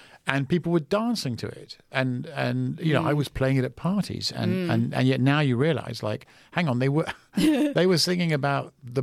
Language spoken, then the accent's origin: English; London, United Kingdom; moved away; in England, where I grew up in London